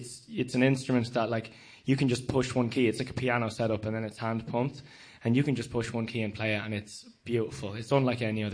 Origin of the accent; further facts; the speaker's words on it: Ireland; I say that with a complete appreciation of Irish music. I am Irish, but I think that maybe that's why people have been so quick to take it up, you know?